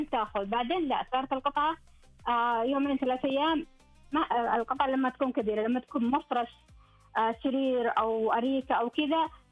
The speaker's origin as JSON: {"language": "Arabic", "town": "Jazan", "region": "Jazan Province", "country": "Saudi Arabia", "said": "كنا في المنطقة يصنعون الكواسي عندنا. أنا كنت من جازان، أنا جازانية."}